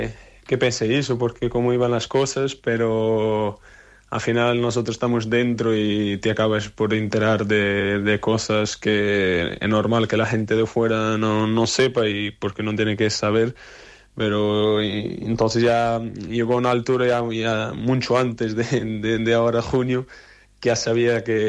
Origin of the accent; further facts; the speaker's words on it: Lisbon, Portugal; moved away; Soy de Lisboa.